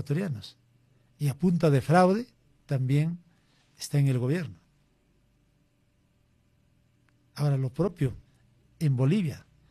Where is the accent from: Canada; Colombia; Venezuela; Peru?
Peru